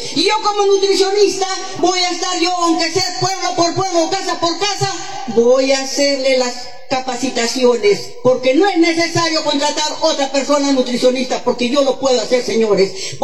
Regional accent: El Arenal, Arequipa, Peru; en mi pueblo del Arenal

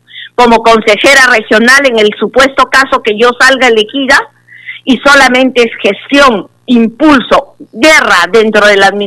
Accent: Mollendo, Arequipa, Peru; Buenos días, mi tierra querida, mi Puerto Bravo de Mollendo. Buenos días, paisanos de la provincia de Islay.

